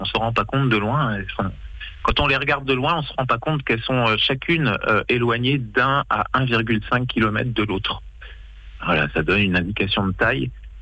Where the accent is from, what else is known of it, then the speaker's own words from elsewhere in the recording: Pays de la Loire, France; il y a un grand nord-ouest de Vendée qui est le cœur de mes racines